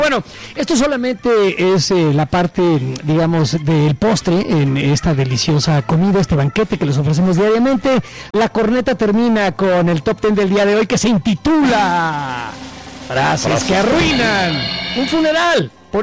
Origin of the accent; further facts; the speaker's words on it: Mexico; Porque porque somos mexicanos, güey.